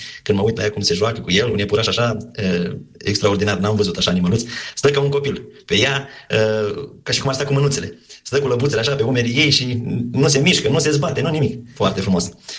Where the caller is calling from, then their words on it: Vrancea County, Romania; eu sunt din Vrancea și suntem la 40 de kilometri de Focșani